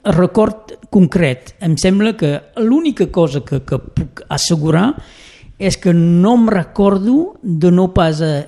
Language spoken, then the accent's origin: Catalan; Ria-Sirach, Occitania, France; first language French; Catalan is a second language; also born or lived in Prades; sóc molt lligat a Rià, tens raó de posar l'èmfasi sobre això, sóc molt lligat a Rià. Vaig a l'escola maternal i al primari a Rià.